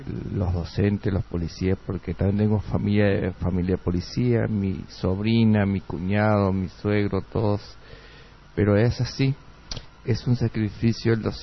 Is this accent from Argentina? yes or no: yes; Las Breñas, Chaco, Argentina; now in San Martín, Argentina; porque yo soy de Las Breñas y vine hace 20, voy a cumplir 29 años que vine a San Martín.